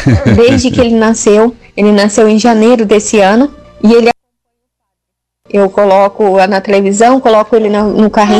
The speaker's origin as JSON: {"language": "Portuguese", "town": "Cianorte", "region": "Paraná", "country": "Brazil", "said": "eu sou aqui de Cianorte, de Paraná."}